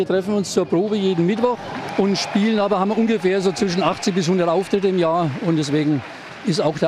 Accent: Bamberg, Bavaria, Germany

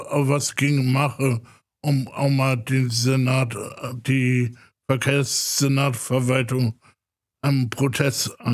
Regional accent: Berlin, Germany; Und ich bin auch in der Obernstraße aufgewachsen und habe das alles so miterlebt.

